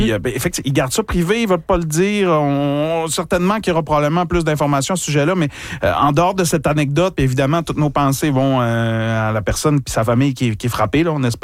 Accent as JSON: {"language": "French", "town": "Arvida", "region": "Quebec", "country": "Canada", "said": "Mais moi, je viens d'Arvidov."}